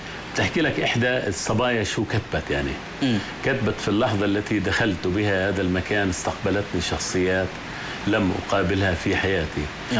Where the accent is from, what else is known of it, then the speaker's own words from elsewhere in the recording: Amman, Amman Governorate, Jordan; also born or lived in Berlin, Germany; يعني أنا طلعت من عمان بس أخذت عمان معي على برلين.